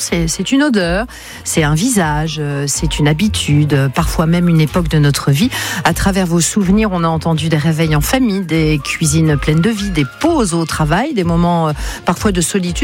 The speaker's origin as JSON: {"language": "French", "region": "Hauts-de-France", "country": "France", "tie": "born or raised there", "said": "Moi, j'ai vécu tout ça dans mon enfance, hein, dans le Nord."}